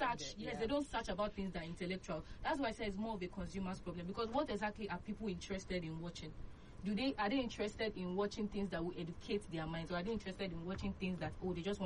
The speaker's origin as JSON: {"language": "English", "country": "Nigeria", "said": "as Nigerian youth"}